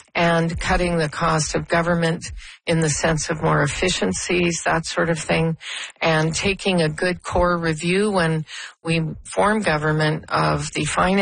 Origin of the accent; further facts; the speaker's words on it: Canada; Not at all. I'm a Canadian, born and bred.